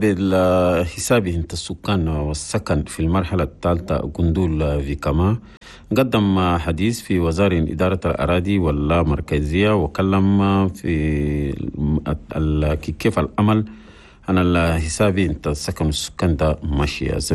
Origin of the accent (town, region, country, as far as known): Chad